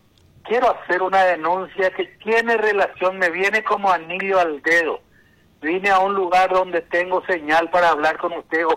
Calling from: Altos, Cordillera, Paraguay; le llamo de Altos.

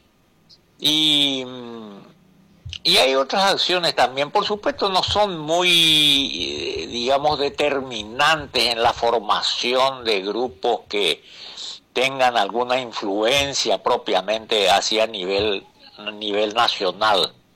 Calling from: Paraguay; cómo somos los paraguayos

